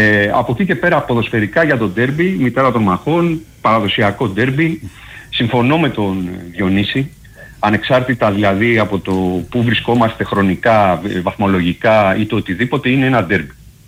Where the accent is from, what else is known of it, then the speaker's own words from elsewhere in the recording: Chalandri, Attica, Greece; είμαι από Χαλάνδρη.